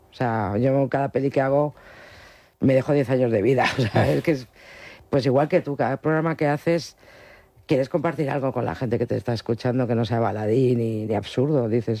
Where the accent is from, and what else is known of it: Spain